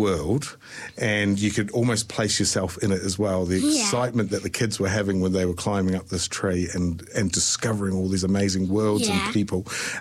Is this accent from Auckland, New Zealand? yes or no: no; Christchurch, Canterbury, New Zealand; moved away as an adult; also born or lived in England; now in Dunedin, New Zealand; So so I grew up in Christchurch many years ago, but I moved to Dunedin about 20 years ago. And but I've lived in England and all around the place.